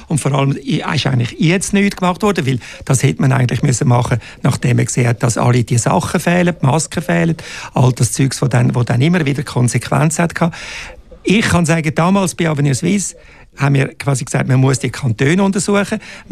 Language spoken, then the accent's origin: German; Switzerland; Wir sind eben Schweizer, wir sind freiheitsliebend.